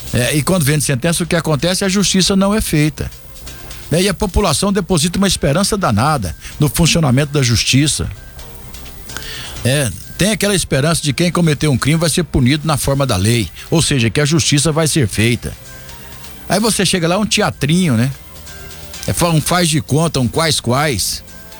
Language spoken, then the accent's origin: Portuguese; Brazil; Dói em mim também como brasileiro.